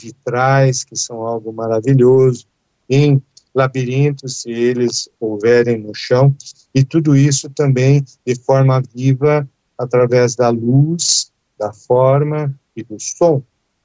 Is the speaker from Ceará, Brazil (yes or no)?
no; Curitiba, Paraná, Brazil; born there; Eu nasci em Curitiba, lá na Praça Tiradentes, nós temos uma pequena catedral gótica